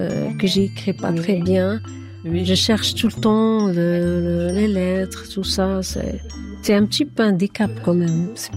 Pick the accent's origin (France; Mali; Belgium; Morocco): Morocco; French is a second language; now in Switzerland; je suis d'origine marocaine.